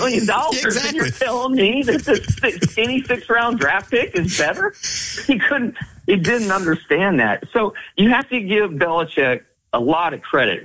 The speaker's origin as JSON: {"language": "English", "region": "Midwest", "country": "United States", "said": "And I'm a Midwesterner. My parents are from South Dakota, as is DeBoer."}